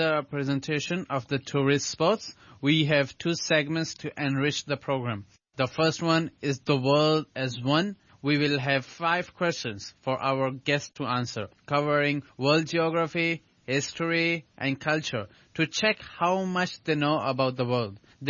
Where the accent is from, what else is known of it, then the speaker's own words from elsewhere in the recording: Pakistan; now in Hong Kong; I'm a Pakistani. I moved to Hong Kong with my family 8 years ago from Pakistan. I am now studying in Hong Kong Metropolitan University.